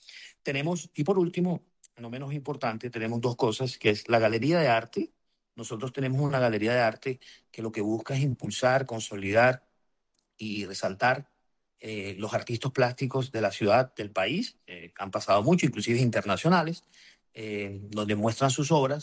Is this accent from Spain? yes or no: no; Barranquilla, Atlántico, Colombia; Bueno, Carlos, no, yo como barranquillero, yo me siento muy orgulloso de que el presidente electo ha visto poder gobernar de las regiones.